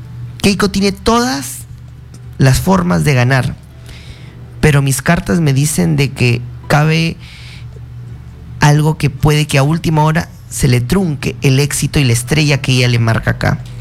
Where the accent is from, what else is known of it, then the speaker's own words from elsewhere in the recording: Peru; y hablo ahora como peruano, ¿no?